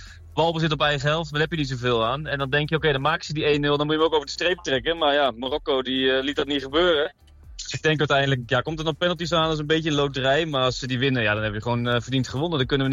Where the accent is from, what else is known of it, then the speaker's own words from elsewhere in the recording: Hardenberg, Overijssel, Netherlands; now in Hilversum, Netherlands; In Hilversum wonen we nu. Ik ben opgegroeid in Hardenberg, maar we zijn nu een beetje verhuisd naar centraal van het land. En ik zit nu in Mexico